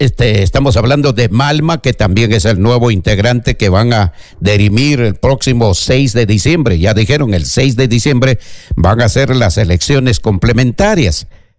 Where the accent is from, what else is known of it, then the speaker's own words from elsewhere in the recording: Cusco, Peru; si el Cusco es el Perú, nosotros somos parte del Perú y somos parte de las regiones y de la sierra